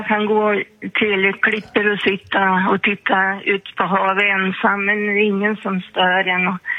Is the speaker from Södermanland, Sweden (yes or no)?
no; Härnösand, Västernorrland County, Sweden; moved away as an adult; now in Köpmanholmen, Sweden; Jag flyttade ifrån Härnösand där jag är född och uppvuxen och levt hela mitt liv och tänkte aldrig flytta annat än söderut.